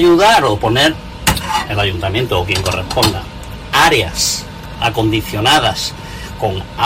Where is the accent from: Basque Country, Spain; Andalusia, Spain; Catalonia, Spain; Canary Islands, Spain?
Andalusia, Spain; Málaga; Yo soy de Málaga y, ¿vale? y monté una empresa